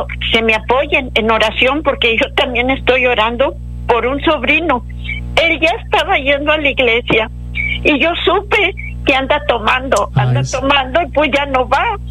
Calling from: Weslaco, Texas, United States; Aquí en Huéslaco.

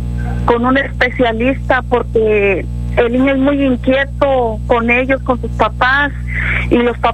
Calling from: Matamoros, Tamaulipas, Mexico; soy de aquí de Matamoros

